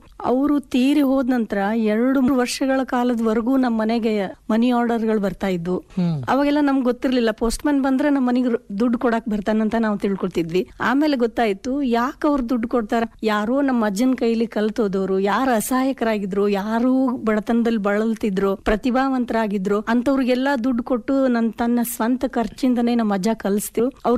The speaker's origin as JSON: {"language": "Kannada", "town": "Malagana", "region": "Karnataka", "country": "India", "tie": "born or raised there", "also_born_or_lived": "Agasabal / Dawalagi area (family village)"}